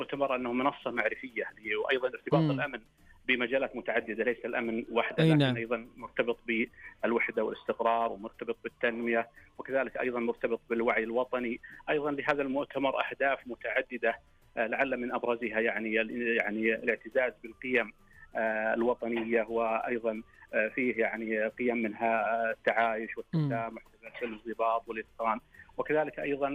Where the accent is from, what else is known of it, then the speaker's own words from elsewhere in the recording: Saudi Arabia; في بلدنا المملكة العربية السعودية